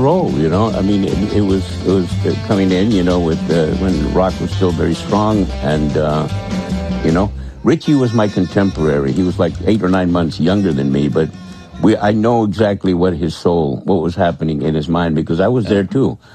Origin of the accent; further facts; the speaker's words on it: United States; born there; I'm an American. I was born here. My parents were born in Arizona, and we've been bilingual all our lives.